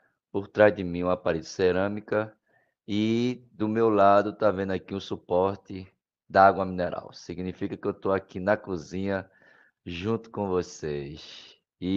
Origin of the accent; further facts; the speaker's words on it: Recife, Pernambuco, Brazil; sou de Recife, Pernambuco, sou moreno claro, cabelo grisalho, curtinho